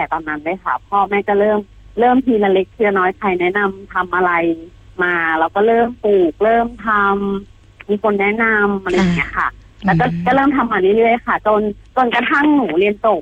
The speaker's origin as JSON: {"language": "Thai", "region": "Bangkok", "country": "Thailand", "tie": "born or raised there", "moved": "as an adult", "lives_now": "Kanchanaburi, Thailand", "said": "จริงๆแล้วเติบโตที่กรุงเทพเลยค่ะ"}